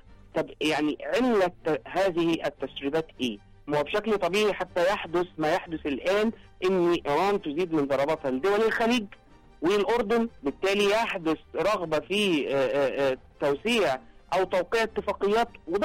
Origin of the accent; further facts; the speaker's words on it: Egypt; الكلام ده احنا مش بنقوله عشان احنا مصريين